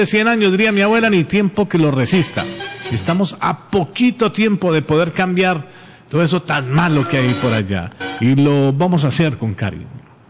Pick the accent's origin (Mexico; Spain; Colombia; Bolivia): Colombia; born there; moved away; orgullosamente hablo este castellano, este español, como decimos en la calle. Orgullosamente nací en una tierra maravillosa, en la Puerta Suramérica, en Colombia